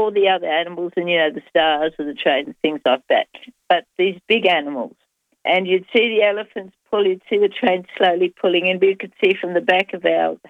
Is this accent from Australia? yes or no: yes; Angaston, South Australia, Australia; And that is that in the 50s, 1950s into 60s, I lived in Angaston. I grew up in Angaston in the Barossa Valley.